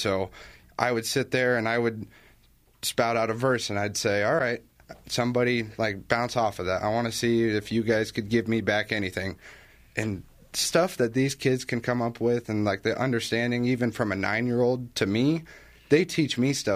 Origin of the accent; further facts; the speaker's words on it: Eaton, United States; So I'm from Eaton.